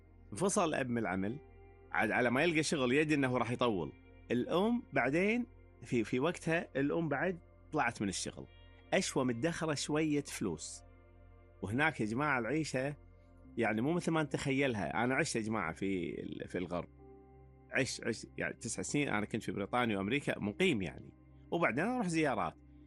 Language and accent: Arabic; Kuwait; صاير عندنا في الكويت